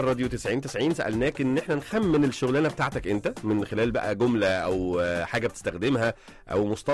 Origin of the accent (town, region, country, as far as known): Egypt